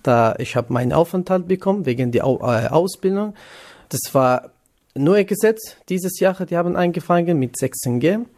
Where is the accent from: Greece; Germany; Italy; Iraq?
Iraq; German is a second language; moved away; Also meine Meinung, ich komme aus Irak. Ich kann jetzt Beispiel im Irak wieder leben, aber es ist nicht Sicherheit.